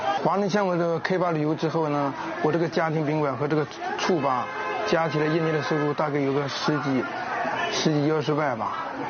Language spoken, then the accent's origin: Chinese; Jincheng, Shanxi, China; 因为咱们从小就生活在这里面，对这个肯定有个感情嘛